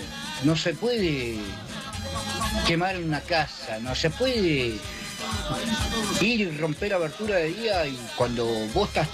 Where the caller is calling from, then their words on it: Río Negro, Argentina; Soy de Compuyo.